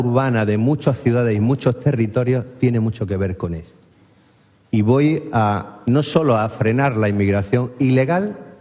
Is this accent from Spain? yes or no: yes; El Ejido, Andalusia, Spain; Yo vengo del Ejido y ha crecido, el Ejido ha crecido, pues imagínate, en menos de medio siglo ha podido crecer en 80.000 habitantes, ¿no?